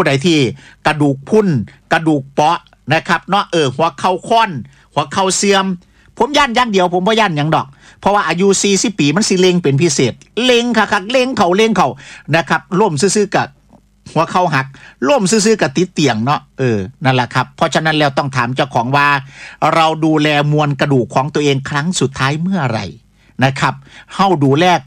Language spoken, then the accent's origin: Thai; Isan, Thailand; accent: Isan; ก็ต้องฉุดคิดนะว่าเราเนี่ยพูดภาษาอีสานพี่น้องทางภาคใต้ฟังก็ไม่ค่อยรู้เรื่อง